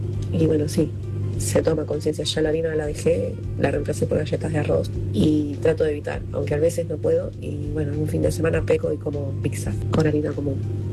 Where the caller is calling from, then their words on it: Ramos Mejía, Buenos Aires Province, Argentina; soy de Ramos Mejía.